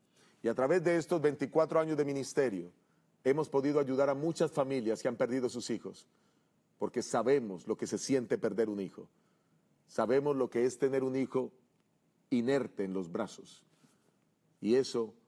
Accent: Colombia; en mi país, Colombia

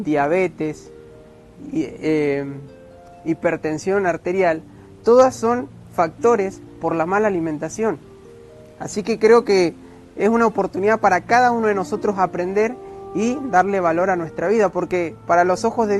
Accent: Argentina; soy argentino y en mi país se come mucha carne.

